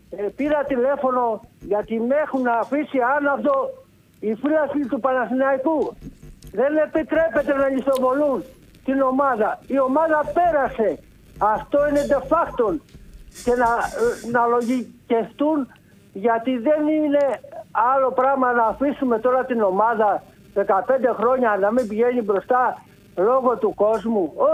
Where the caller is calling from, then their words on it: Amaliada, West Greece, Greece; είμαι από την Αμαλιάδα